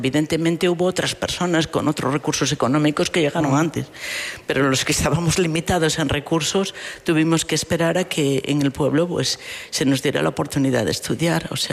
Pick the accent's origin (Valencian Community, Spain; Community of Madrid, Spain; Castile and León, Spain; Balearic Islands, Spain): Castile and León, Spain; Carrizo; Me siento tremendamente unida a mi pueblo de Carrizo.